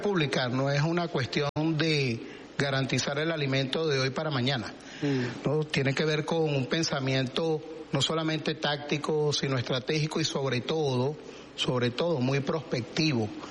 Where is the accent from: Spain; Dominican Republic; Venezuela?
Venezuela; nos reconocemos como venezolanos